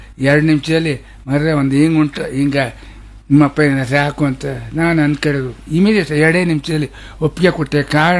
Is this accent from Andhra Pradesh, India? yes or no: no; Kundapura, Karnataka, India; moved away; ಈ ನೆಲ ನಮ್ಮ ಹುಟ್ಟೂರು ಕುಂದಾಪುರ.